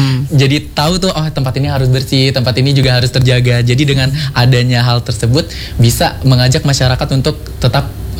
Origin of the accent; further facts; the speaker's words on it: Kalianda, Lampung, Indonesia; Aku karena apa asli dari Kalianda ya. Itu juga banyak sekali pantai yang ada di sana.